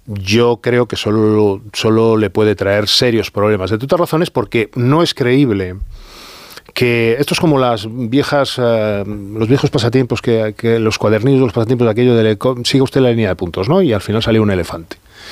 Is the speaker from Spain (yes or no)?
yes; Spain; muchos de los que estamos aquí, como español